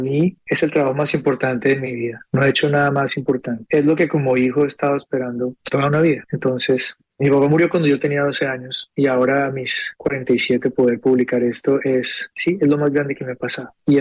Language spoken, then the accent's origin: Spanish; Colombia; todos como colombianos deberíamos sentirnos orgullosos.